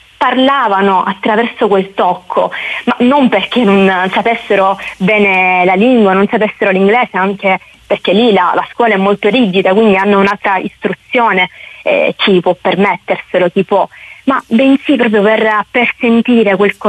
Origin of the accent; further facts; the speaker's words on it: Catania, Sicily, Italy; born there; ho 25 anni e sono nata a Catania.